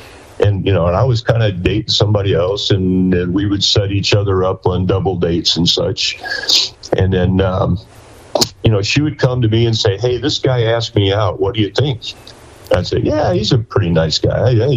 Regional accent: Beardstown, Illinois, United States; Well, we were both originally born and raised in Illinois. It turns out we're only about a half hour apart along the Illinois River. I was born in a town called Beardstown

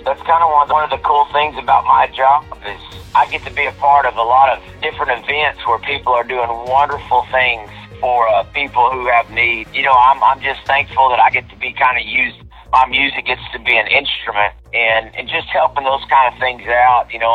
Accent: Amarillo, Texas, United States; I'm blessed that I have such a wonderful mom in Amarillo. My mom was a school teacher. My daddy's a disabled veteran, but he was also a custodian, so I cleaned a lot of toilets there in Amarillo

